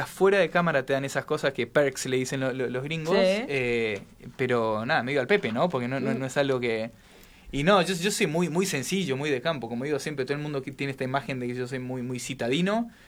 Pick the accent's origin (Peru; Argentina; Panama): Argentina; Claro, yo crecí muy cómodo, digamos, en Argentina, nunca me faltó nada